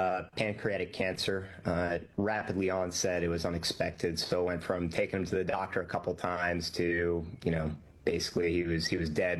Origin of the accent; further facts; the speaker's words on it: Pennsylvania, United States; From outside Philadelphia suburbs